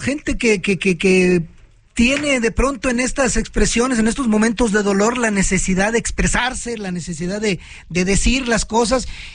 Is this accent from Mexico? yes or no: yes; Mexico